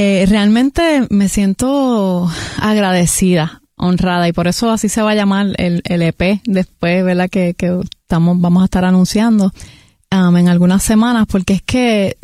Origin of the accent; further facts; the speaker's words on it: Puerto Rico; de niña, aquí en Puerto Rico, con mis dos hermanas